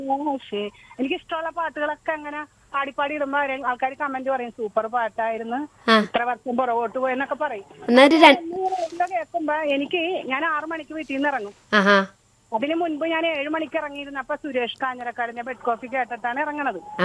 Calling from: Kochi, Kerala, India; ഞാൻ വിളിക്കണത് എന്റെ വീട് പള്ളുരുത്തിലാണ്. ഞാൻ താമസിക്കണത് പള്ളുരുത്തിൽ.

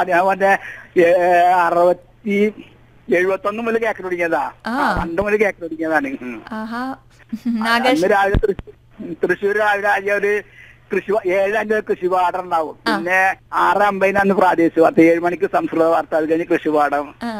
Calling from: Pattambi, Kerala, India; പട്ടോളിക്കാവ് K K പാലം.

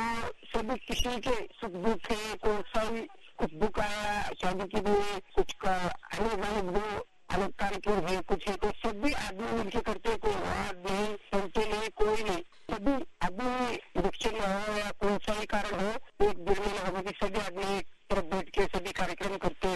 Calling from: Nanded, Maharashtra, India

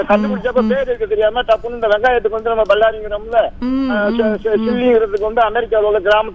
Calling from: Kumbakonam, Tamil Nadu, India; Kumbakonam

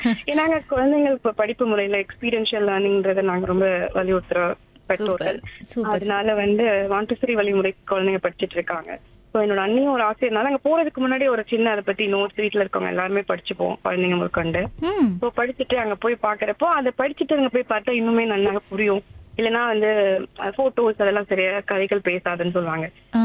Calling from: Madurai, Tamil Nadu, India; நான் மதுரை தான்

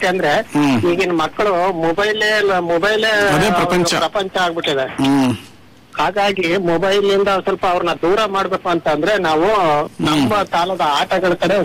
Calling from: Shivamogga, Karnataka, India; ಶಿವಮೊಗ್ಗದಿಂದ ಮಾತಾಡ್ತಿರೋದು ಸರ್.

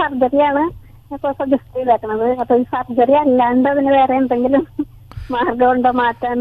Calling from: Kumbalangi, Kerala, India; കുമ്പളങ്ങിന്ന് വിളിക്കുന്നത്. … 64 years.

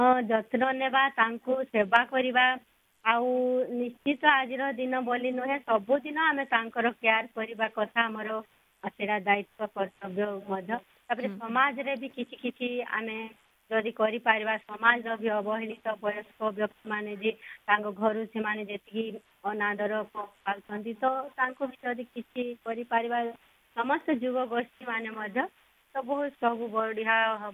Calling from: Bargarh, Odisha, India; ଅପା, ମୁଁ ବରଗଡ଼ରୁ

